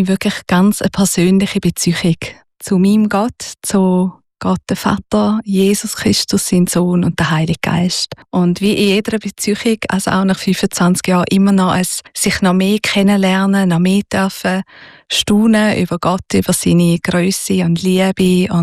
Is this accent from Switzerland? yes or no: yes; Graubünden, Switzerland; Also aufgewachsen bin ich wirklich als Bauernmeidli in den Bündner Bergen.